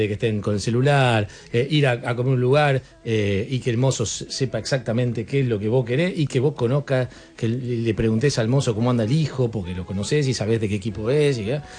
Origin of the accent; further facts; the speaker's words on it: Argentina; lo que somos los argentinos